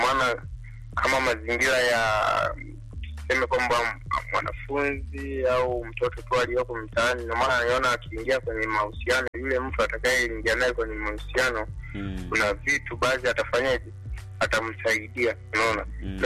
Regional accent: Tanzania; sisi ni Watanzania

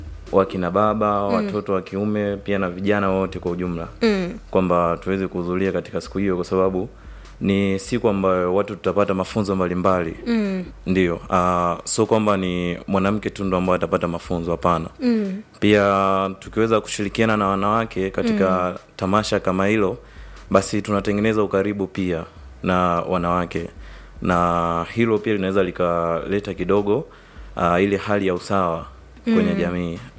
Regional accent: Isimani, Iringa, Tanzania; Kwa hiyo kama sisi tunatoka Isimani. Isimani ukiangalia ni kama kilomita 40 kutoka hapa Iringa mjini.

